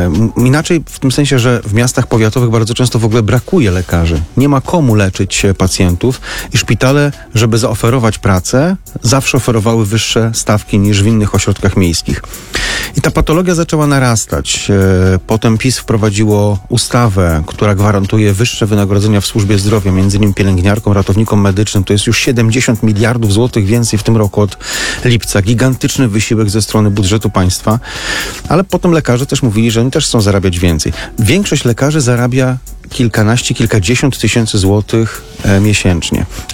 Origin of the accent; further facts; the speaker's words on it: Warmian-Masurian Voivodeship, Poland; Ja jestem z Mazur